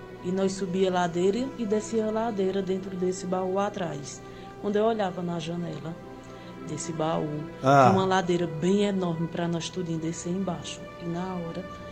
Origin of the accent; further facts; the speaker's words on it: Toritama, Pernambuco, Brazil; Eu sou de Toritama, Pernambuco.